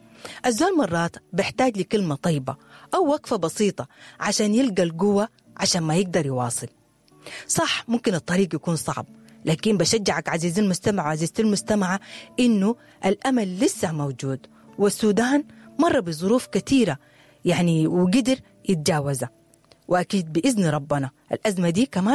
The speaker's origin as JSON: {"language": "Arabic", "country": "Sudan"}